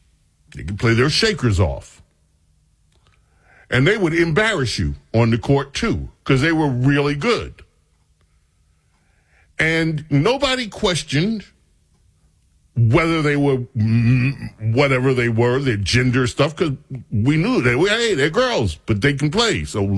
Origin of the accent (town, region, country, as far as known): St. Albans, New York, United States; born or raised there